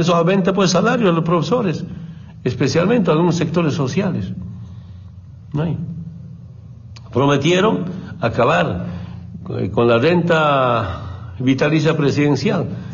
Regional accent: Orinoca, Oruro, Bolivia; Yo cuando me vine de Orinoca acá, de Oruro al Trópico, quería plantar plátano, naranja, coca, y quería estudiar, quería ser periodista.

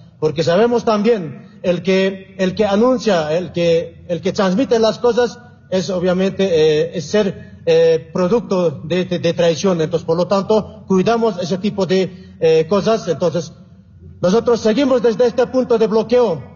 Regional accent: Bolivia; Nosotros somos pueblo boliviano también

